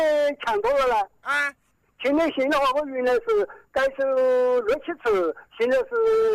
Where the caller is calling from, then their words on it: Wuhan, Hubei, China; 我是江夏区正定街同心村的。